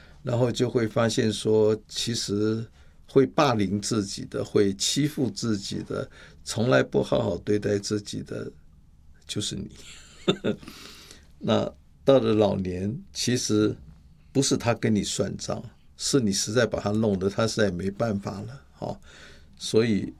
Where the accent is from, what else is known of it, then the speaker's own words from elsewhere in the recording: Taiwan; 我们台湾人最会想到那个接后那一首歌嘛